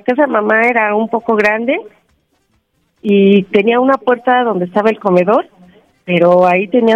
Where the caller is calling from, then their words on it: Nicolás Romero, State of Mexico, Mexico; de aquí, de Nicolás Romero.